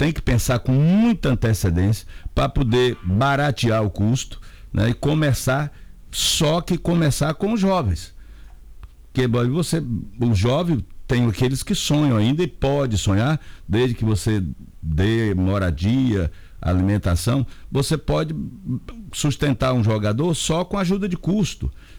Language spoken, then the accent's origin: Portuguese; Brazil; a gente tem que, como brasileiro